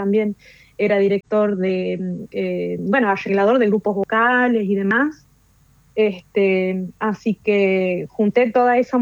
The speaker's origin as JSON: {"language": "Spanish", "town": "Colpes", "region": "Catamarca", "country": "Argentina", "tie": "born or raised there", "also_born_or_lived": "La Rioja", "moved": "yes", "lives_now": "Buenos Aires, Argentina", "said": "Yo soy de Colpes, Pomán, y en mis años mozos, dijeran, me fui a vivir a la ciudad de Los Naranjos, en La Rioja, y para estudiar"}